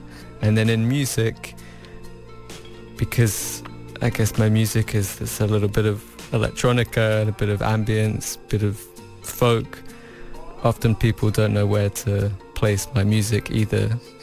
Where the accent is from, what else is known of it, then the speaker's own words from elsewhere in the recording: Australia; now in Portugal; because I grew up in Australia.